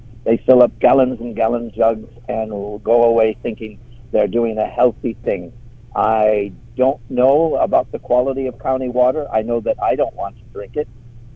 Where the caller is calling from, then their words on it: Papaaloa, Hawaii, United States; I live in Papaloa Lapahoehoe